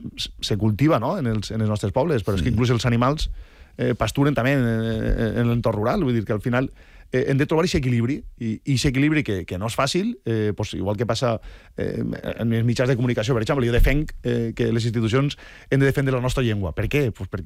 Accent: Gavarda, Valencian Community, Spain; I la meva comarca i el meu poble, que te vaig a dir? Jo, en Gavarda, si me digueres, bueno, és un poble que viu al costat del Xúquer.

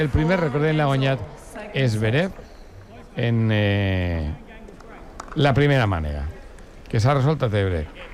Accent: Spain; Es que, como somos españoles, yo soy más de Joma.

